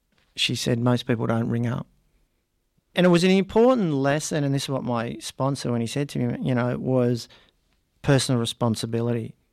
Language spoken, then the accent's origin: English; Australia; As a male growing up in Australia